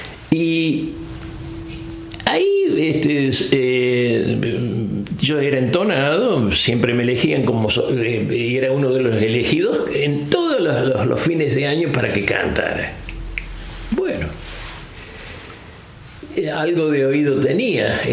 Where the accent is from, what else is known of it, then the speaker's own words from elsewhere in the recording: Carrilobo, Córdoba, Argentina; born there; Yo soy nacido en Carrilobo. Ajá. Un pueblito al sudeste de la provincia de Córdoba.